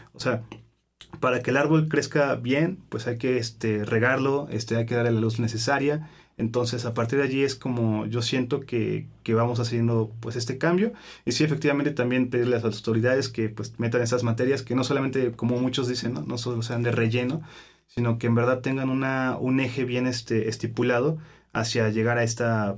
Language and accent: Spanish; Orizaba, Veracruz, Mexico; yo soy originario de Orizaba, de Orizaba, Veracruz. Yo me encuentro en un valle, entonces me encuentro rodeado de montañas